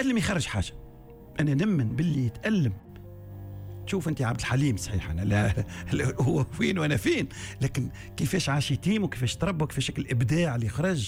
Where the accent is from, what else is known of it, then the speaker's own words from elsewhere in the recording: Tunisia; والتونس احنا شنو تي شعب صغير 12 مليون احنا